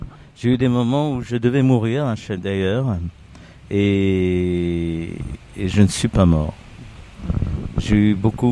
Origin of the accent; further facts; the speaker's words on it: Paris, Île-de-France, France; born there; also born or lived in Avignon; j'ai grandi jusqu'à l'âge de 9 ans à Paris, à Ménilmontant.